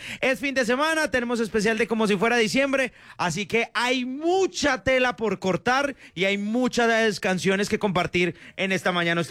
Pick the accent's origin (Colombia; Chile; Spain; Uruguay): Colombia; Antioquia